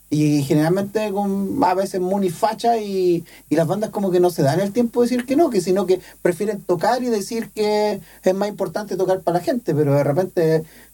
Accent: Maipú, Santiago Metropolitan Region, Chile; Yo soy de Maipú y no veo hoy ni cagando.

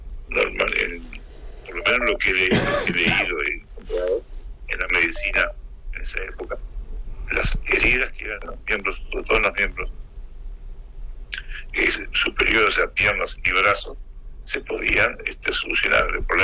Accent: Uruguay; como uruguayo, como maestro

